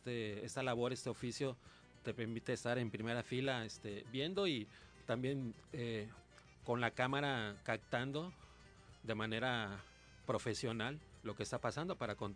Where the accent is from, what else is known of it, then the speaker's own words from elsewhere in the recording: Acapulco, Guerrero, Mexico; born there; somos de aquí, acapulqueños, venimos de la Costa